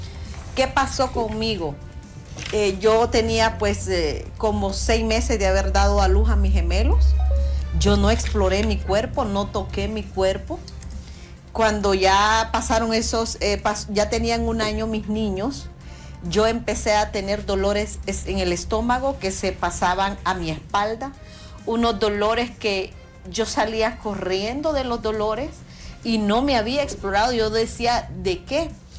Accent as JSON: {"language": "Spanish", "region": "Olancho", "country": "Honduras", "said": "porque yo soy de Olancho."}